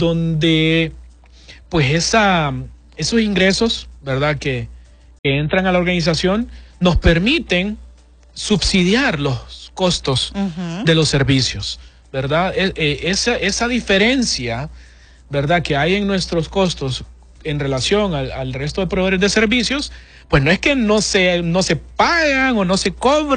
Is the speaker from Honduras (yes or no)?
yes; Tegucigalpa, Francisco Morazán, Honduras; Los que somos de Tegucigalpa